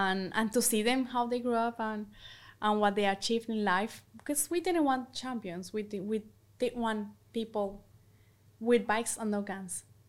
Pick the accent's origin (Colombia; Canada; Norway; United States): Colombia; born or raised there